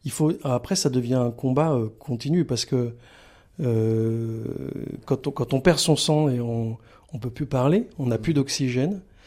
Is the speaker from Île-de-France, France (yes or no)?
yes; Draveil, Île-de-France, France; born there